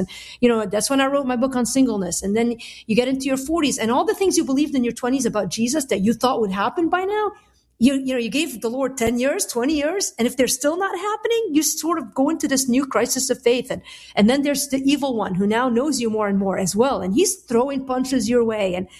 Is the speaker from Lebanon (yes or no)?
yes; Lebanon; born or raised there; now in United States